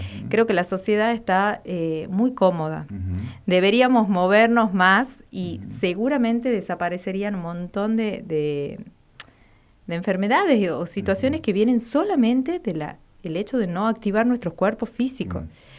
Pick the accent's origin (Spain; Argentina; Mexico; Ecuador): Argentina; Tucumán; now in Catamarca, Argentina; Yo hace poquito que estoy acá viviendo en Catamarca, soy de Tucumán.